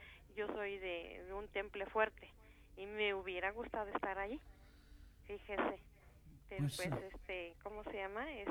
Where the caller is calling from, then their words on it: Mexico City, Mexico; De la colonia Doctores